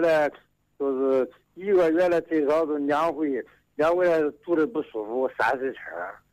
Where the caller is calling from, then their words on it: Xiangyang, Hubei, China; 我是湖北襄阳这个浮漂中心村。一组。